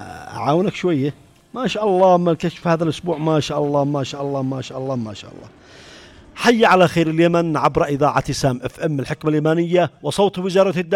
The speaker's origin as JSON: {"language": "Arabic", "country": "Saudi Arabia", "said": "وأنا سعودي"}